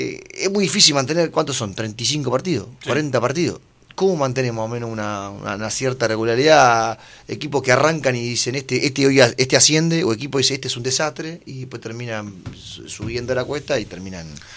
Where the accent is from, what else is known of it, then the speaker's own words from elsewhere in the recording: Pergamino, Buenos Aires Province, Argentina; nosotros somos de Pergamino